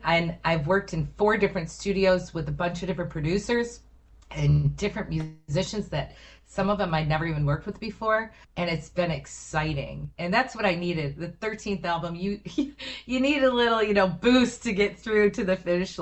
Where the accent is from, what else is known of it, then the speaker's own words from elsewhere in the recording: Detroit, Michigan, United States; I was brought up in the Detroit area and I was definitely influenced by R&B songwriters.